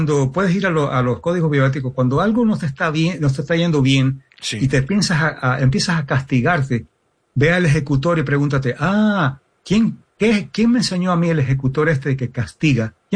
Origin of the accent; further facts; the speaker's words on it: Miami, Florida, United States; Y un ejemplo, yo me crié en Miami.